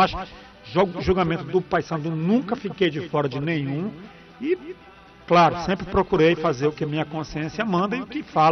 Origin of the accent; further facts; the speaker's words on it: Abaetetuba, Pará, Brazil; eu sou lá de Abaetetuba, meus amigos são de lá